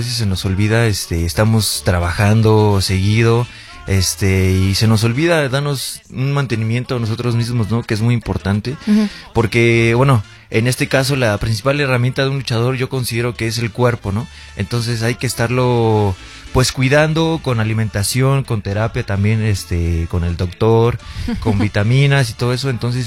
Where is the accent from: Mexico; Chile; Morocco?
Mexico; Querétaro; orgulloso de poder representar a México, a Querétaro, a la lucha libre mexicana.